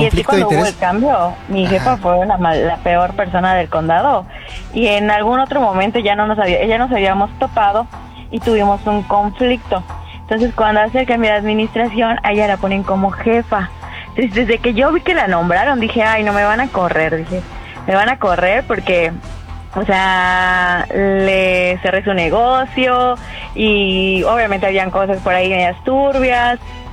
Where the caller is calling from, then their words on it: Yucatán, Mexico; De Yucatán.